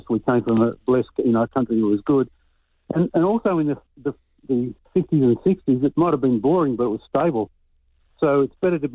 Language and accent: English; Australia; born there; I was born in Australia and I've got distant Aboriginal descent.